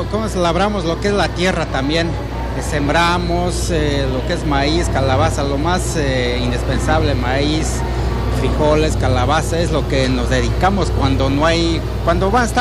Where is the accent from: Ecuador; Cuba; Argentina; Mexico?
Mexico; Oaxaca; vengo de la Sierra Juárez del estado de Oaxaca.